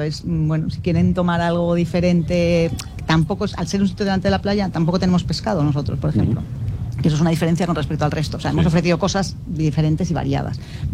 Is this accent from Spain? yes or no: yes; Galicia, Spain; Bueno, yo soy gallega, entonces he incorporado cosas gallegas aquí.